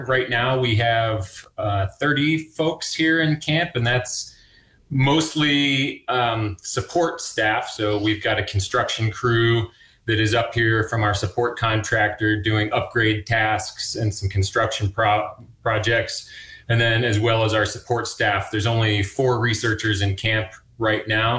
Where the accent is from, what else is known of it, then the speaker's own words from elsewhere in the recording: Pennsylvania, United States; also born or lived in Pacific Northwest; now in Alaska, United States; I grew up in Pennsylvania, moved to the Pacific Northwest in 1997, where I lived for a few years before moving to Alaska in 1999.